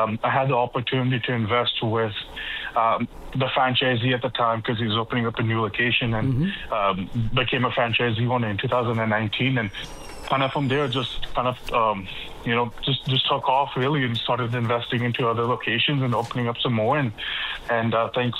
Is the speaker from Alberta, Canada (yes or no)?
yes; Edmonton, Alberta, Canada; born or raised there; moved away as an adult; also born or lived in Moncton; now in Newfoundland, Canada